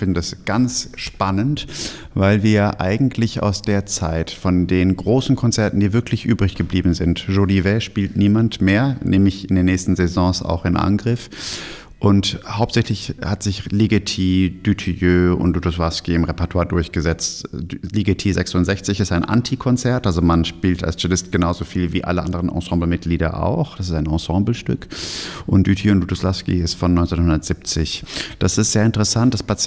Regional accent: Germany; nachdem ich jetzt mein ganzes Leben in Deutschland gelebt habe. Ich bin ja in Deutschland geboren und aufgewachsen und ich habe natürlich schon einen Teil von mir, ist sicherlich in Frankreich.

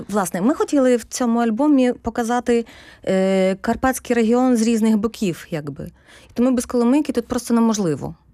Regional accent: Kropyvnytskyi, Kirovohrad Oblast, Ukraine; Я взагалі центрячка, я з Кропивницького

